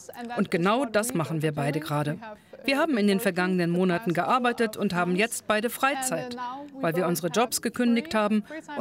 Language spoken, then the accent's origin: German; Copenhagen, Capital Region of Denmark, Denmark; German is a second language; bin 20 Jahre alt. Ich bin in Kopenhagen aufgewachsen und habe immer hier gelebt.